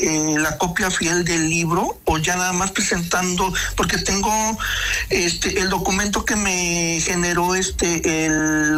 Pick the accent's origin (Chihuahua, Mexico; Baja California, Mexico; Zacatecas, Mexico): Baja California, Mexico; Tijuana; porque yo soy de Tijuana.